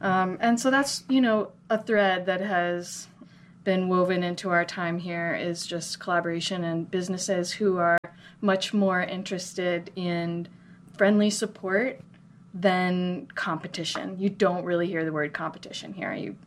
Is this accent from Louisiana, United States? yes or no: no; Minnesota, United States; also born or lived in Costa Rica; now in Asheville, United States; I grew up in Minnesota. I had no intention to live in the South